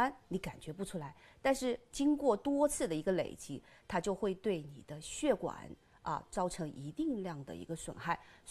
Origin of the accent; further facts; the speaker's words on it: Hunan, China; 我们湖南人很喜欢辣味，